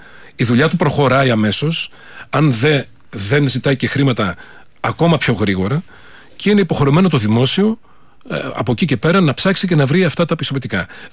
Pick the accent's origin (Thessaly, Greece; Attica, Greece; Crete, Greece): Thessaly, Greece; είτε είσαι από τα μέρη μου, από τη Θεσσαλία